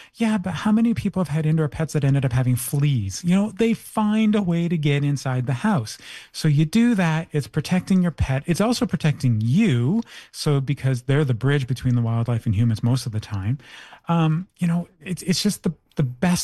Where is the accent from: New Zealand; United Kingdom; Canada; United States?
Canada; Toronto, Ontario